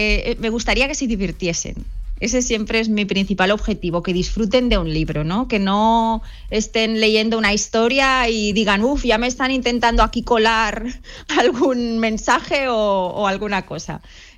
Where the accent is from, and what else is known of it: Pyrenees, Spain